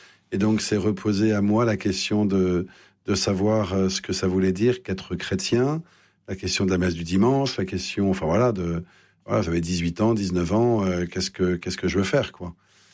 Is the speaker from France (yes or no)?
yes; Paris, Île-de-France, France; now in Lille, France; Vous savez, je suis un Parisien indécrottable, j'ai vécu 54 ans à Paris, j'imaginais pas qu'on puisse respirer de l'oxygène ailleurs